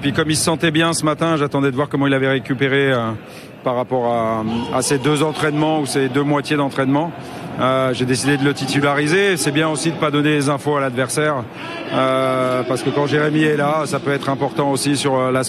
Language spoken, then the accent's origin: French; France; comme je suis français